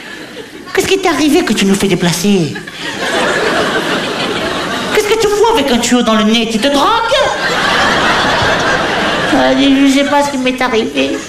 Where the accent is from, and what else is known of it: Hauts-de-France, France